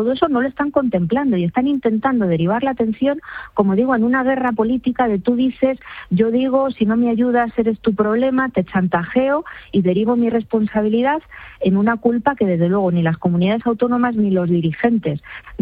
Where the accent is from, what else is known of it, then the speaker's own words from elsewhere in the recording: Spain; y eso a mí, de verdad, como española, me da pánico.